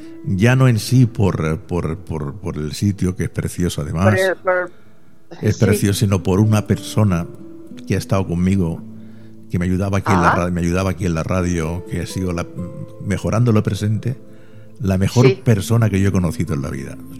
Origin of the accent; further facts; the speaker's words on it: Granada, Andalusia, Spain; also born or lived in Murcia; Yo nací en Murcia, lo que pasa es que los primeros dientes de leche, los primeros dientes de leche me salieron en Granada, ¿eh?